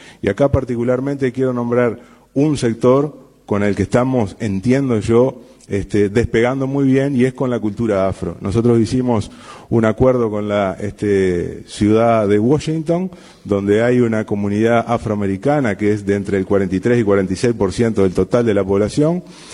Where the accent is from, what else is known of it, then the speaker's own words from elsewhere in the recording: Salto, Uruguay; cuando éramos chicos en Salto, recuerden que yo soy de Salto